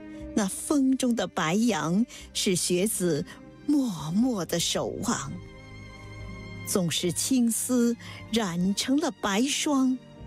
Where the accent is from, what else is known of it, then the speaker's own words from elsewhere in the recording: Harbin, Heilongjiang, China; moved away; 而是我曾经生活过的地方，因为那也是我的故乡哈尔滨。离开故乡已经很多年了